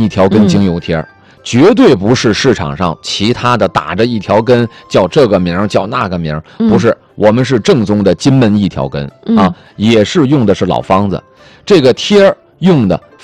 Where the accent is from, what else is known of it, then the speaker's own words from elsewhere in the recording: Northeast China, China; moved away; 再过2天我老家就该供暖了。